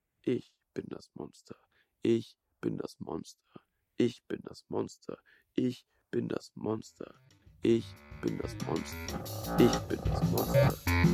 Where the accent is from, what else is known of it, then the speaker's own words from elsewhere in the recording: Alpine foothills, Germany; now in Berlin, Germany; Weißt du, ich komme doch aus dem Voralpenland, wo alle Flüsse und Seen glasklar sind.